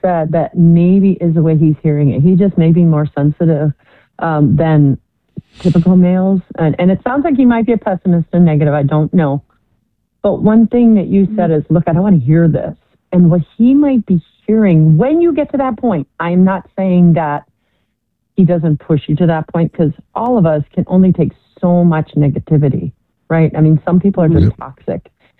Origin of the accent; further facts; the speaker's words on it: Milwaukee, Wisconsin, United States; because I'm from Milwaukee, and we always thought that you guys were the enemy.